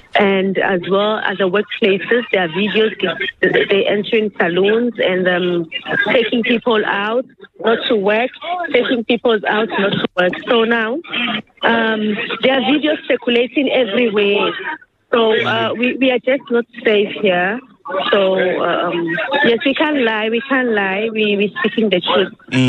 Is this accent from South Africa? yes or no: yes; South Africa; I personally, I grew up here in South Africa and I have never had any problems with South Africans here.